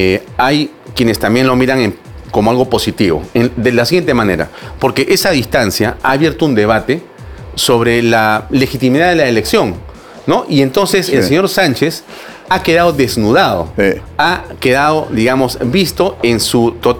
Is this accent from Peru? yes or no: yes; Peru